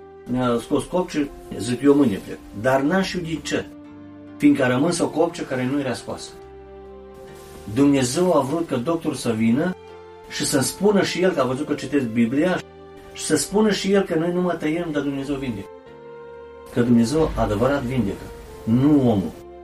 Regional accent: Serbia; moved away; era din Serbia, de la mine, de acolo cineva.

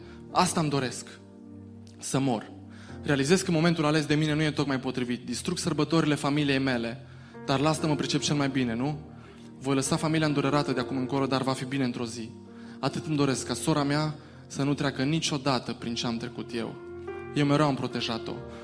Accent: Baia Mare, Maramureș County, Romania; O fată din Baia Mare, eu sunt din Baia Mare, apropo.

